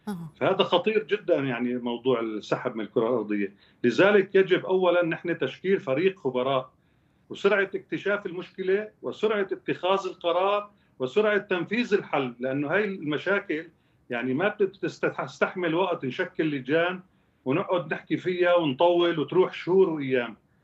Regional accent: Syria

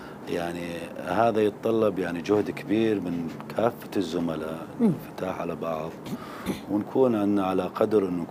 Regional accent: Syria; القوانين والمرونة اللي نكون نقبل فيها بعضنا كسوريين

